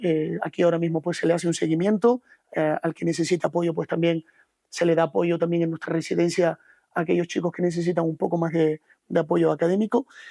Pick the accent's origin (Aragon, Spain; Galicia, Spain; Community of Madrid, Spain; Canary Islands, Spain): Canary Islands, Spain; Yo soy un canario, soy un tinerfeño.